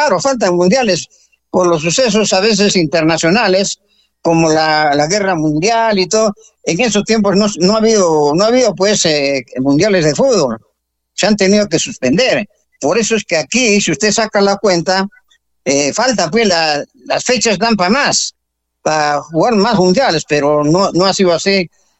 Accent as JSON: {"language": "Spanish", "country": "Peru"}